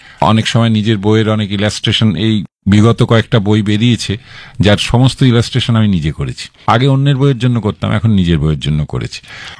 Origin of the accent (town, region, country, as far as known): Bhatpara, West Bengal, India; born or raised there